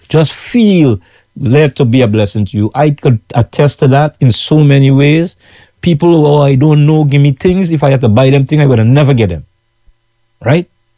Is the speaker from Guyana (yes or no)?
yes; Georgetown, Guyana; now in New York, United States